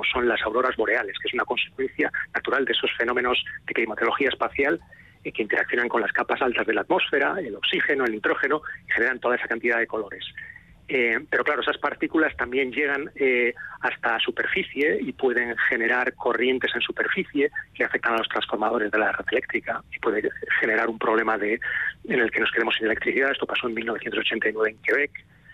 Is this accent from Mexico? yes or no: no; Pamplona, Navarre, Spain; soy de Lodosa, en realidad son mis padres, yo soy de Pamplona, y mis abuelos